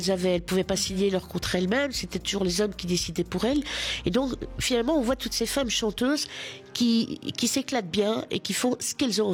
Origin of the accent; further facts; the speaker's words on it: Belgium; comme on dit toujours en Belgique, c'est pas parce qu'on est belge qu'on veut en parler